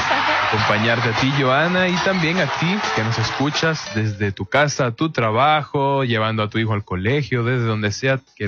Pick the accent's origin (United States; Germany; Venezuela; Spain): Venezuela; Yo soy de Venezuela.